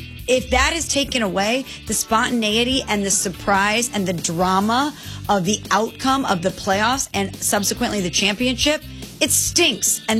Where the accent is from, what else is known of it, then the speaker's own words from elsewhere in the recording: Chicago, Illinois, United States; I'm from the Loop and I'm proud.